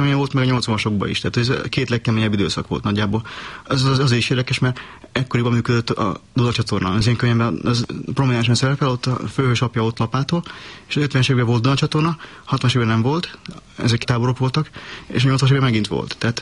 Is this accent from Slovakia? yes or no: no; Transylvania, Romania; A könyv egy kicsit keményebb annál, mint amilyen az a világ volt, amiben én felnőttem. Nem sokkal, de egy kicsit. Olyan, mint hogy egy kicsit egy háború után lenne. Ez nem igazán az az erdély, amiben én éltem, hanem egy fiktív erdély.